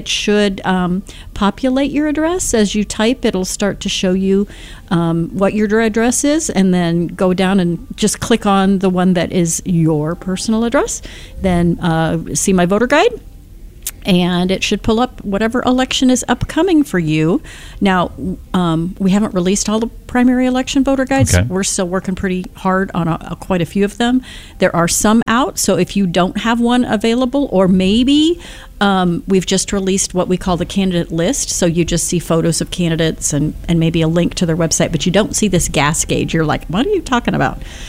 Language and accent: English; Missouri, United States; but I am from Missouri, and that is the show me state.